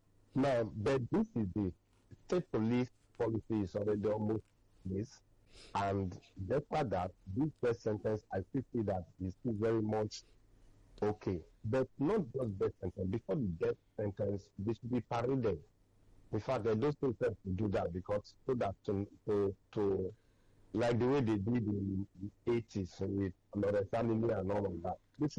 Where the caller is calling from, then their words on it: Ikeja, Lagos, Nigeria; calling from Ikeja.